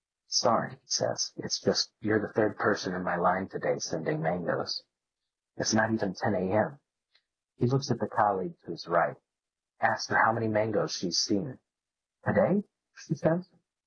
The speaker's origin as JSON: {"language": "English", "town": "Fort Myers", "region": "Florida", "country": "United States", "tie": "born or raised there", "said": "I'm in line at the post office in Fort Myers, Florida, my hometown."}